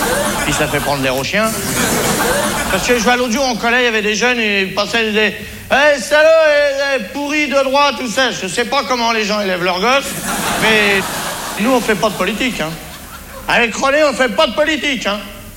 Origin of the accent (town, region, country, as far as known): France